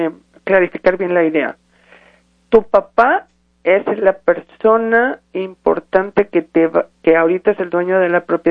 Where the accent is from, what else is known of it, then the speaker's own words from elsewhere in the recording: Mexico; now in United States; cuando nosotros como mexicanos venimos a Estados Unidos